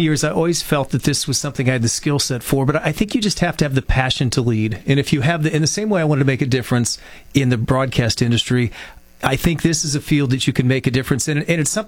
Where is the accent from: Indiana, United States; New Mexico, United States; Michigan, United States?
Indiana, United States; now in Orlando, United States; So I grew up, I'm 20 year Florida resident, but I grew up in Indiana. You know, was raised in a Christian school